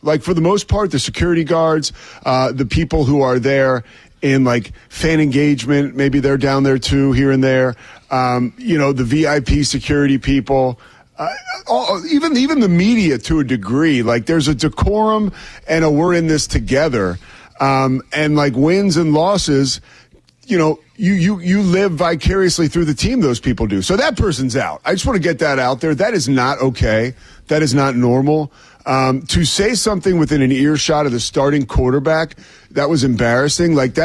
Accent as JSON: {"language": "English", "town": "Philadelphia", "region": "Pennsylvania", "country": "United States", "moved": "yes", "said": "I'm from Philadelphia here"}